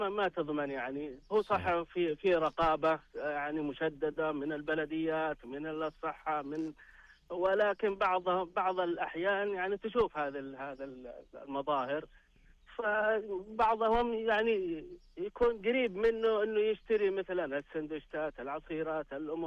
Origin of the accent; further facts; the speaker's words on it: Saudi Arabia; سواء إحنا كسعوديين وكعرب كل واحد يقول بالشيء اللي عنده